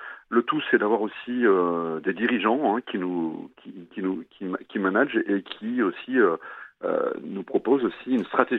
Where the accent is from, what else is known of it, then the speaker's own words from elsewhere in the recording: Lille, Hauts-de-France, France; Moi, je vois en tant que Lillois